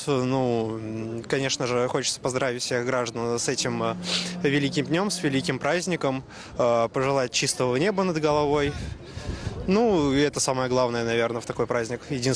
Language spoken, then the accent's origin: Russian; Tosno, Leningrad Oblast, Russia; Я коренной житель Тосна.